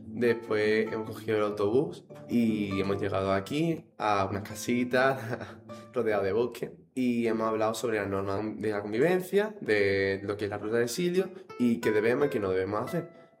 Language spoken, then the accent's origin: Spanish; Málaga, Andalusia, Spain; de Málaga. Tengo 16 años y voy a contar un poco cómo ha ido la experiencia de hoy.